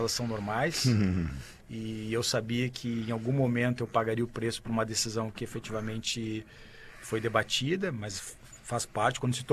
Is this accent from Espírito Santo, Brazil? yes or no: no; Rio Grande do Sul, Brazil